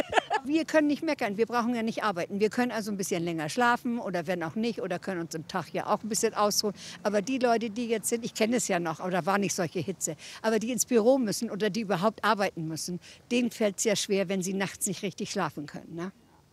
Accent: Hamburg, Germany; Wir sind ja im Norden groß geworden, ne?

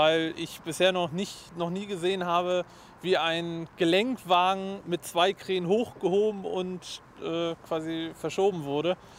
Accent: Rostock, Mecklenburg-Vorpommern, Germany; Als gebürtiger Rostocker bin ich halt mit dem Wagen aufgewachsen

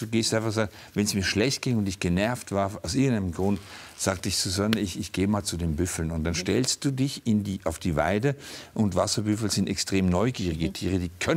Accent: Switzerland; als Schweizer hast du das so in den Genen.

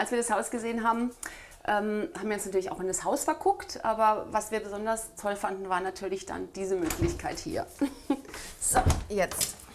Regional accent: Freiburg, Baden-Württemberg, Germany; Ich bin ursprünglich aus Südbaden, Freiburg, an der französischen Grenze und das ist nahe zum Elsass.

